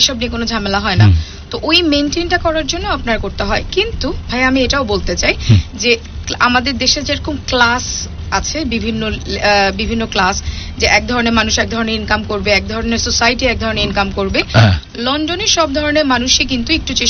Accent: Bangladesh; আমি বাংলাদেশের মেয়ে

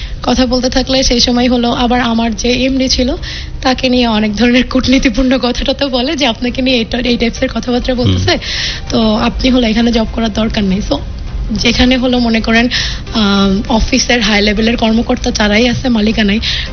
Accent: Jessore, Khulna Division, Bangladesh; আমি আসলে যশোরের মেয়ে।

